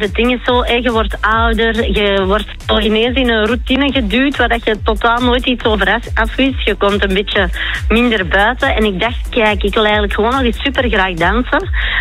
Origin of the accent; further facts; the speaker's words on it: Antwerp, Flanders, Belgium; Ik ben geboren in Merksem